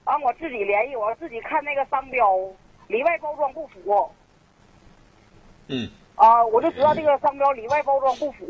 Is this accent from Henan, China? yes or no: no; Shenyang, Liaoning, China; 我是沈阳的。